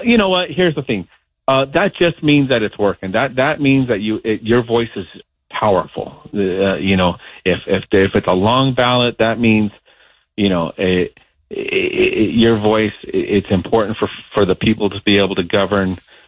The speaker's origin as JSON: {"language": "English", "country": "United States", "tie": "born there", "said": "I was born here. I'm American, just like anybody else."}